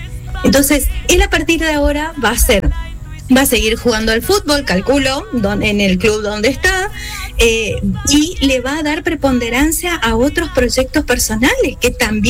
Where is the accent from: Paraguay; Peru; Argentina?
Argentina